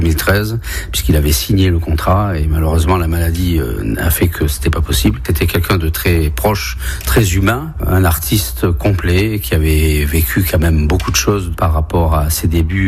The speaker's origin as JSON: {"language": "French", "region": "Nouvelle-Aquitaine", "country": "France", "tie": "born or raised there", "also_born_or_lived": "Chile", "said": "j'ai 58 ans, je suis né au Chili, mais je suis Girondin depuis l'âge de 6 ans."}